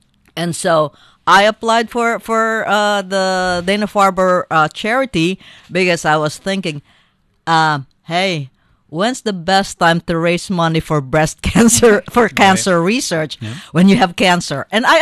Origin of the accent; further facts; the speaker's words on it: Philippines; now in United States; How I'm able to serve because I called the Philippines my home country.